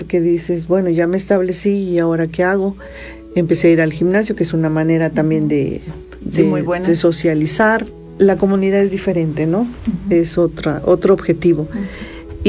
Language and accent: Spanish; Veracruz, Mexico; moved away as an adult; now in Pachuca, Mexico; casi voy a cumplir 12 años de jubilada y cambié de lugar de origen. Yo soy de Veracruz Puerto y llegué hace casi 14 años a Pachuca.